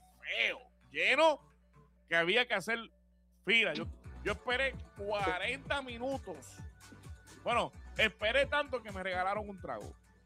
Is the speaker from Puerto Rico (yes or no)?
yes; Caguas, Puerto Rico; Yo que soy nacido y criado en Caguas